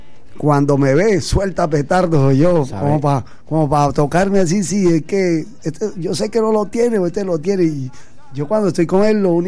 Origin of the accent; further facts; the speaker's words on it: Barrancabermeja, Santander, Colombia; Barranca Bermeja somos costeño, ribereño, y todo el costeño ribereño somos nobles.